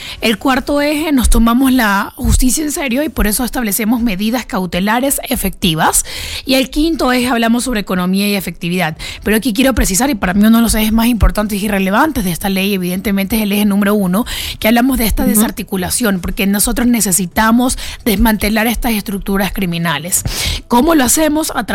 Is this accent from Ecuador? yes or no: yes; Ecuador; a nosotros como ecuatorianos